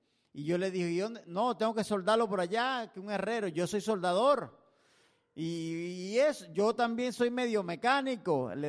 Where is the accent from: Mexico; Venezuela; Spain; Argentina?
Venezuela; moved away as an adult; also born or lived in Puerto Armuelles, Panama; ahora aquí estamos comiendo como buenos venezolanos arepa todos los días.